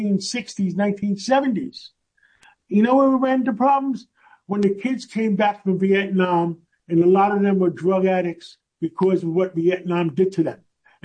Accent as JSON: {"language": "English", "town": "New York City", "region": "New York", "country": "United States", "tie": "born or raised there", "said": "I grew up in Harlem on 135th Street, and between Broadway and Amsterdam Avenue by City College, by Lewiston Stadium up there."}